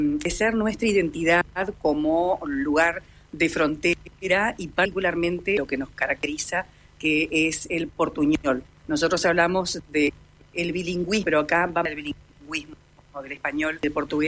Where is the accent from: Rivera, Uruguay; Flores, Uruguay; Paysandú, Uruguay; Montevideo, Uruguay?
Rivera, Uruguay; somos de Rivera